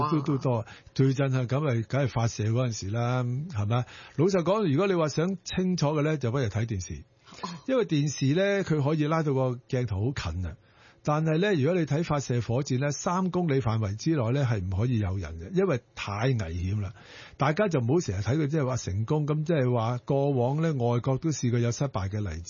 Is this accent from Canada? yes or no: no; Hong Kong; 我谂我同其他香港人一样